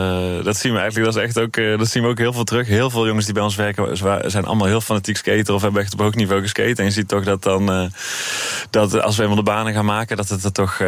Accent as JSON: {"language": "Dutch", "town": "Breda", "region": "North Brabant", "country": "Netherlands", "tie": "born or raised there", "said": "Ik kom zelf oorspronkelijk uit Breda."}